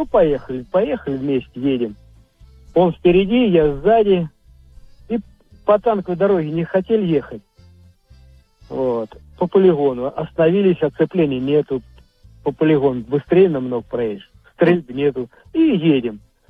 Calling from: Tambov, Tambov Oblast, Russia; С Тамбова.

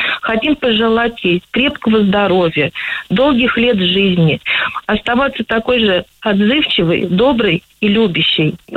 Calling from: Kolomna, Moscow Oblast, Russia; Я из Коломны.

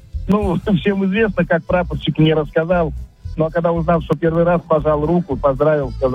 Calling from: Lipetsk, Lipetsk Oblast, Russia; Я звоню с Липецка

